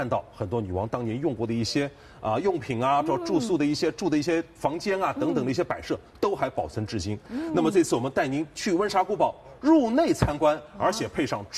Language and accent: Chinese; China; 我们中国人